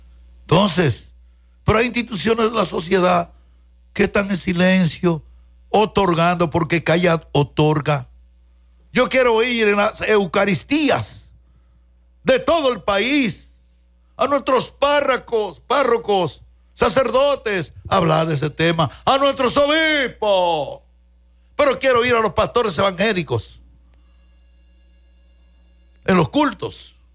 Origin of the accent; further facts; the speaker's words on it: Dominican Republic; Yo soy dominicano, yo soy de este país. Yo no me voy de este país